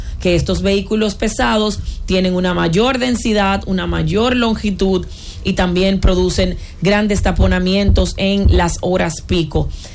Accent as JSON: {"language": "Spanish", "country": "Dominican Republic", "said": "lo que somos los dominicanos"}